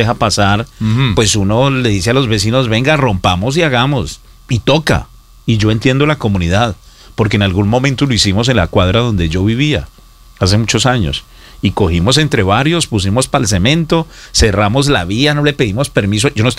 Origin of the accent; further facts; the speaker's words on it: Colombia; que somos muchos los colombianos.